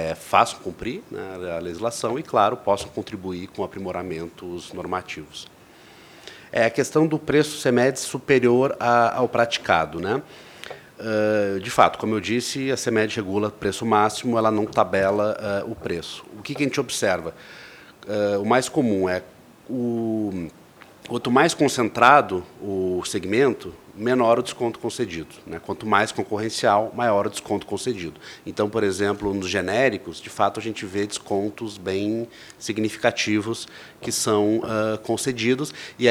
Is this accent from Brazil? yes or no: yes; Rio Grande do Sul, Brazil; um pequeno município no interior do Rio Grande do Sul, por exemplo, de onde eu sou